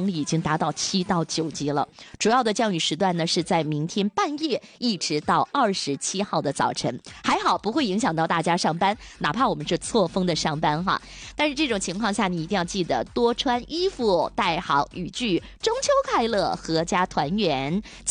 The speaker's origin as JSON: {"language": "Chinese", "town": "Dalian", "region": "Liaoning", "country": "China", "said": "咱们大连人那还说啥了，大连人是最有发言权的，因为大连人在海边长大嘛"}